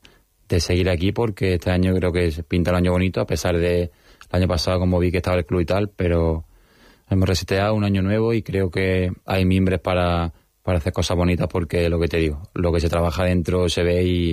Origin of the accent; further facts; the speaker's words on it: Spain; also born or lived in Argentina; tengo también mucha familia española y si no quiero ganar Argentina, que gane España, que al final es donde me he criado